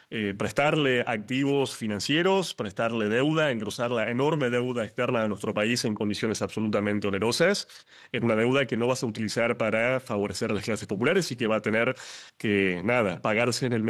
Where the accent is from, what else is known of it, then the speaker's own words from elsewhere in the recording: Argentina; Tenemos en este momento a Peter Thiel de Palantir residiendo en mi país, en la Argentina